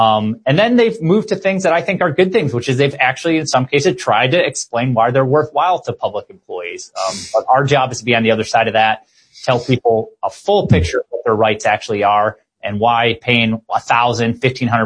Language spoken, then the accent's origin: English; Illinois, United States; But if you were from like my home state of Illinois, where my parents, you know, my dad was a school teacher, they could force you whether you wanted to or not.